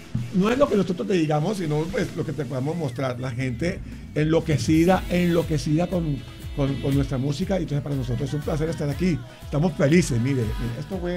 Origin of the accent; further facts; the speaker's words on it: Cartagena, Bolívar, Colombia; now in Barranquilla, Colombia; yo soy de Cartagena, pero vivimos los dos en Barranquilla.